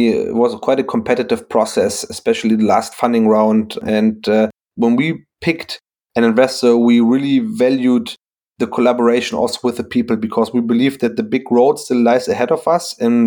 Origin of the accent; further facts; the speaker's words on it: Frankfurt, Hesse, Germany; And of course, I'm from Frankfurt.